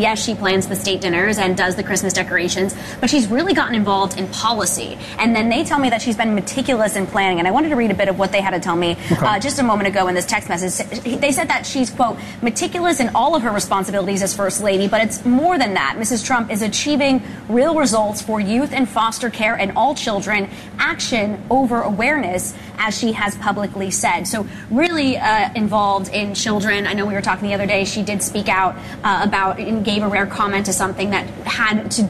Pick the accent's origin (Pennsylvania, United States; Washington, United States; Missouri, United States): Pennsylvania, United States; So there were states that pulled out, including Pennsylvania, my home state, saying they didn't want to be a part of it.